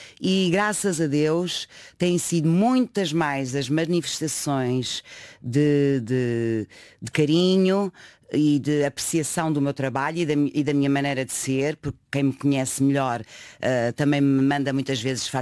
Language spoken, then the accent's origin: Portuguese; Lisbon, Portugal; eu nasci e cresci nos Olivais.